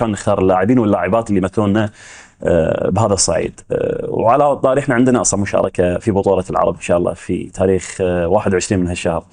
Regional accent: Kuwait

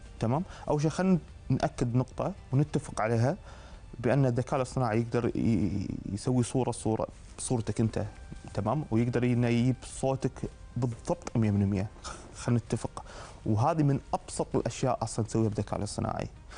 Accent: Kuwait

